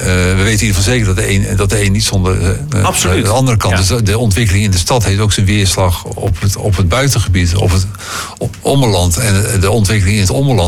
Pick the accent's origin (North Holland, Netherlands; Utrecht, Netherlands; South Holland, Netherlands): South Holland, Netherlands; Ik ben niet van Amsterdam. Ik kom natuurlijk uit Rotterdam omgeving. Dus ik ben wel heel erg Rotterdam fan.